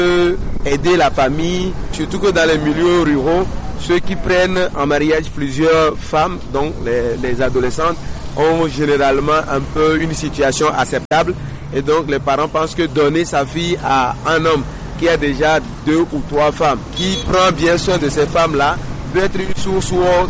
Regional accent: Kouvé, Maritime, Togo; moi je viens de Couvé

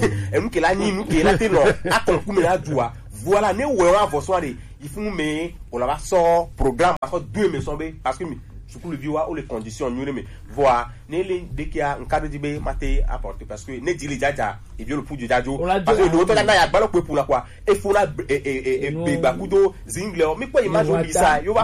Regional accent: Togo; parce que je suis togolais

